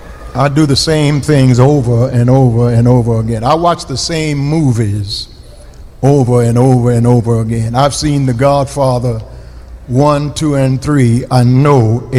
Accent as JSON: {"language": "English", "town": "Eunice", "region": "Louisiana", "country": "United States", "tie": "born or raised there", "said": "growing up in Eunice, where I'm from"}